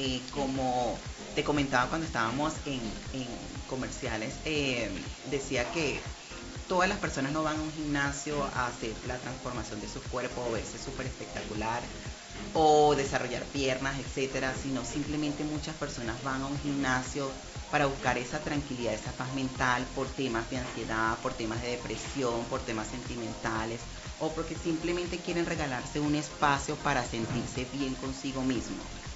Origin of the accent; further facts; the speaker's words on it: Venezuela; moved away as an adult; also born or lived in Colombia; yo como venezolana, cómo he crecido profesionalmente en un país que no es mío